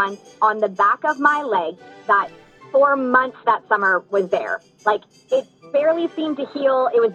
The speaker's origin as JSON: {"language": "English", "town": "Victoria", "region": "British Columbia", "country": "Canada", "tie": "born or raised there", "said": "I grew up in Victoria, BC."}